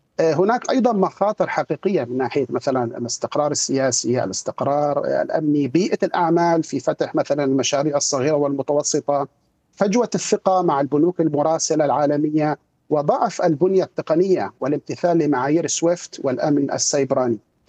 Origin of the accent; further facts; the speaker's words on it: Syria; now in Kuwait; أنا كمغترب سوري مقيم في الكويت